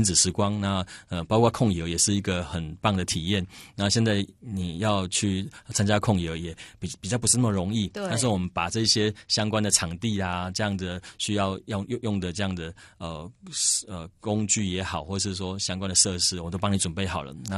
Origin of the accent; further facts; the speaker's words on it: Chiayi County, Taiwan; 能够让我们的家乡的年轻人有好的就业机会，能够回来故乡。